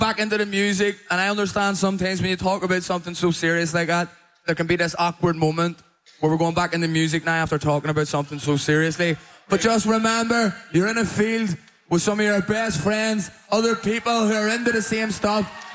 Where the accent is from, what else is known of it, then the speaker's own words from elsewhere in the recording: Belfast, Northern Ireland, United Kingdom; also born or lived in Derry; We're from West Belfast in Derry. Ireland, a place still under British occupation.